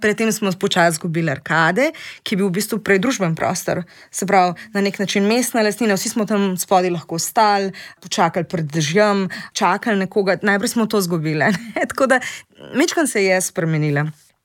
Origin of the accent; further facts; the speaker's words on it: Ljubljana, Central Slovenia, Slovenia; Ampak še vedno pa absolutno, kjer jaz to občutim kot Ljubljančanka